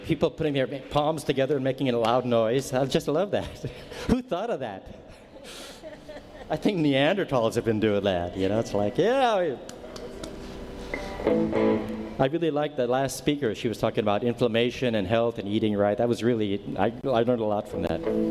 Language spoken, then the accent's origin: English; Hilo, Hawaii, United States; We are here from Hilo, and people always think Hilo is always wet and something